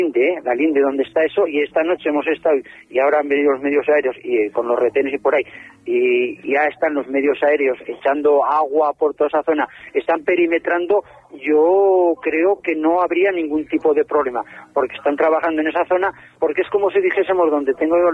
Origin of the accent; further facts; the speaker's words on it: Luesia, Aragon, Spain; Sí, sí, soy de aquí de Luesia, sí. Tengo mi explotación aquí en Luesia.